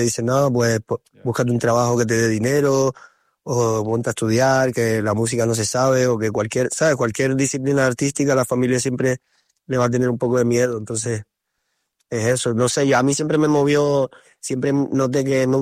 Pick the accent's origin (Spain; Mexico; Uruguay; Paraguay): Spain; Canary Islands